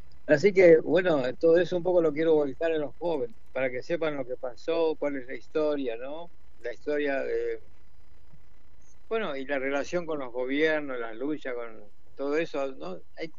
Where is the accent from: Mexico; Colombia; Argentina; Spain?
Argentina; Ah, soy de Argentina. Sí, soy de Argentina.